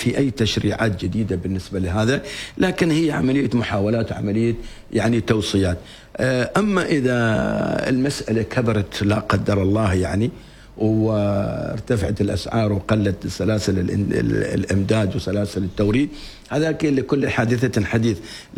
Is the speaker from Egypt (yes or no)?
no; Oman; اليوم نحن كمجتمع عماني في تزايد